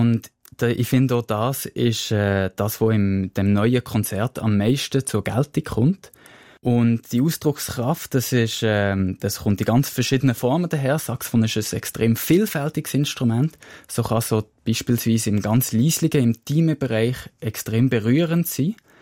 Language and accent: German; Bern, Switzerland; Und andererseits bin ich in Bern aufgewachsen.